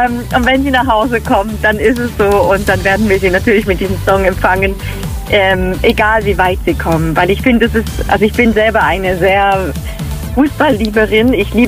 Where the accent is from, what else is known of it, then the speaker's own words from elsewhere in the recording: Switzerland; Natürlich bin ich für meine Heimat Schweiz